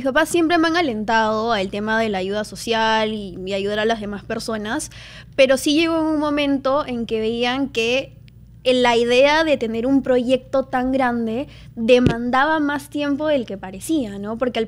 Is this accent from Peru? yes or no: yes; Peru; Soy la única peruana que va.